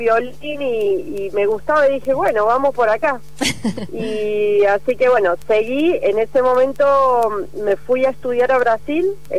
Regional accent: Córdoba, Argentina; moved away as an adult; also born or lived in Brazil; now in Mendoza, Argentina; Yo soy de Córdoba

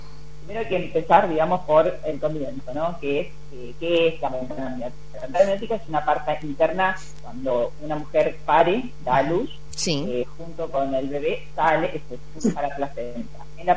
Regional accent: Maipú, Mendoza, Argentina; now in La Plata, Argentina; soy en mendocina, de Maipú. Mis padres están ahí, mis hermanos también. Y bueno, ahora estoy en La Plata en este momento

